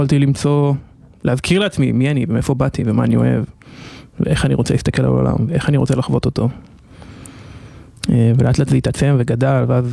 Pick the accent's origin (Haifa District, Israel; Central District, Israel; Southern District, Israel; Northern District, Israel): Northern District, Israel; Kfar Giladi; אני עדיין בן כפר גלעדי.